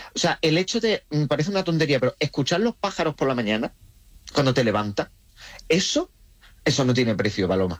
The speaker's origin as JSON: {"language": "Spanish", "town": "Rincón de la Victoria", "region": "Andalusia", "country": "Spain", "tie": "born or raised there", "said": "cuando me bajo a mi pueblo, Rincón de la Victoria, Málaga, el mejor pueblo del mundo"}